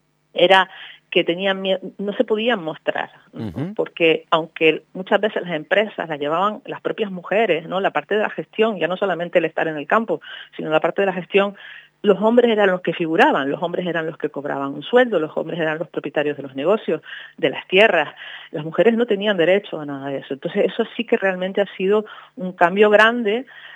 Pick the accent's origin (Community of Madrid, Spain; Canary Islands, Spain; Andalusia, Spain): Canary Islands, Spain; Las Palmas de Gran Canaria; yo soy una mujer de ciudad, yo soy una mujer de Las Palmas.